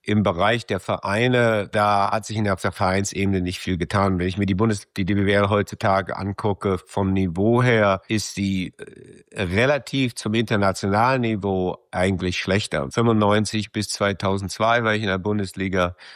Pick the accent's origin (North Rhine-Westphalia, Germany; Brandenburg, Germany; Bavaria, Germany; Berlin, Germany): Berlin, Germany; moved away as an adult; Es war Lichtenrade. Zuerst bin ich aufgewachsen in Lichtenrade